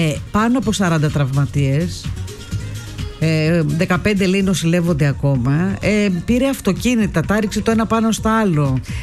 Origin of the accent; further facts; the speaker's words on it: Peloponnese, Greece; πώς ήταν οι πλημμύρες που γίνανε στη Μάνη που του τα διέλυσε όλα. Ναι. Το χωριό μου, ένα τέτοιο πράγμα.